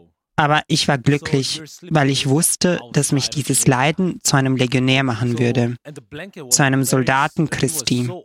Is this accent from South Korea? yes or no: yes; South Korea; moved away; also born or lived in Cheshire; Als Koreaner ist Latein sehr fern.